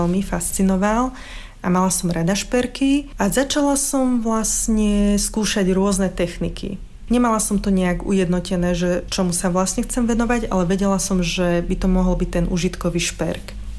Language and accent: Slovak; Lučenec, Banská Bystrica Region, Slovakia; pochádzam z Lučenca